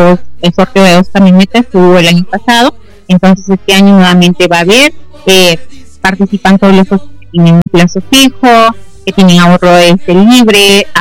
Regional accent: Peru; todos somos peruanos

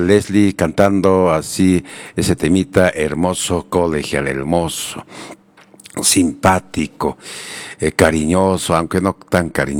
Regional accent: Calca, Cusco, Peru; Nuestra tierra de Calca

